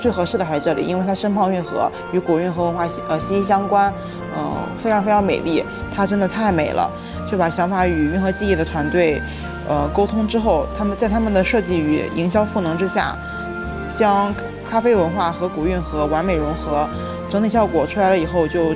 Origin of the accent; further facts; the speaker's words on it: Jining, Shandong, China; 我从小就生活在这里